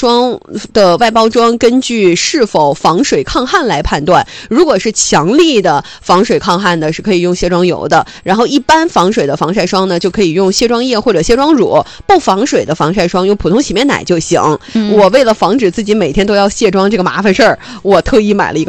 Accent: northern China, China; now in Hainan, China; 自从我们北方人自从来了这个海南之后啊

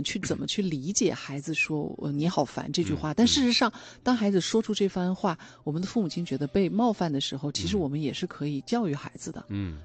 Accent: China; 我们中国人

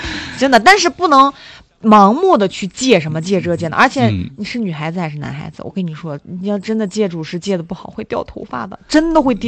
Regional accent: northern China, China; now in Hainan, China; 我们北方就是我们那儿有一个地方叫祥姐个带。

